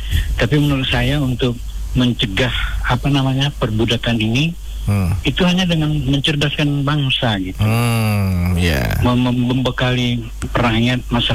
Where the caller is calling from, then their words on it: Riau, Indonesia; kami di Riau